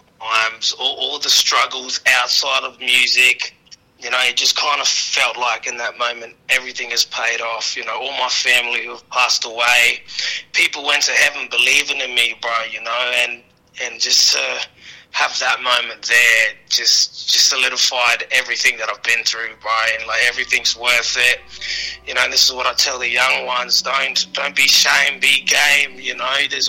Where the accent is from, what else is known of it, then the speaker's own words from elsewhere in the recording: Northern Territory, Australia; now in Darwin, Australia; Yeah, so I'm up in Darwin, NC. My mob is based out of Litchfield, and I'm a proud Murrunungu man.